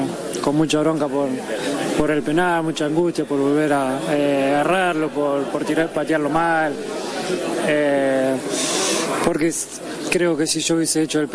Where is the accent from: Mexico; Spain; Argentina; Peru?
Argentina; demuestra cada día lo que somos como argentinos, el orgullo que nos da y nada, muy feliz.